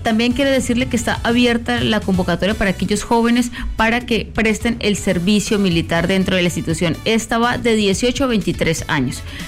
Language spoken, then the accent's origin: Spanish; Cúcuta, Norte de Santander, Colombia; ser unos buenos ciudadanos como somos todos los cucuteños y norte santandereanos.